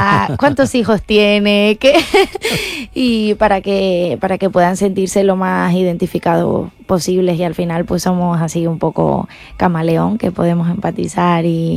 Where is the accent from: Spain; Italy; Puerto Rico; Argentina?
Spain; La Palma, Canary Islands; cuando abrí el concierto de … que fue en mi pueblo, el camerino estaba en el colegio en el que yo había crecido.